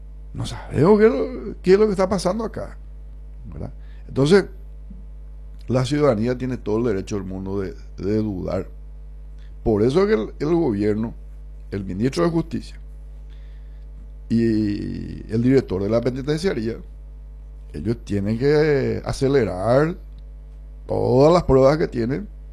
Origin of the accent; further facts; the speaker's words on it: Paraguay; yo te digo como paraguayo.